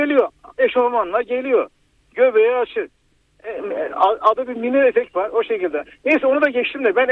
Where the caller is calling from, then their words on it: Ankara, Turkey; Ankara'dan arıyorum.